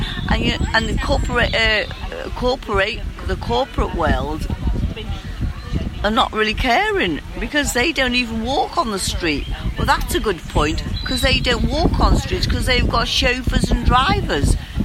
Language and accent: English; Liverpool, North West England, United Kingdom; now in London, United Kingdom; I'm an artist based in London, professional artist, live in London, but I'm from Liverpool.